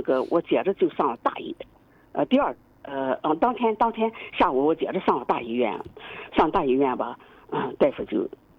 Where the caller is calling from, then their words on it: Qingdao, Shandong, China; 我是青岛的。